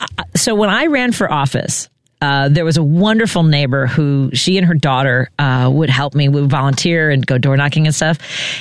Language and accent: English; Chicago, Illinois, United States; So obviously I've talked about growing up in Chicago. I went to Lang Tech.